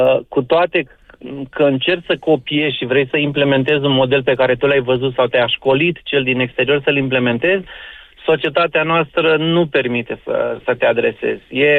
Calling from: Romania

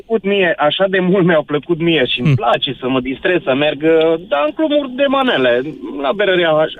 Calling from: Maramureș County, Romania; La noi, cel puțin în Maramureș

